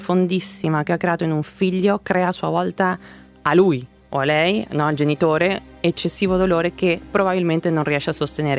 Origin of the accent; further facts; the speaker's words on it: Argentina; now in Italy; sono argentina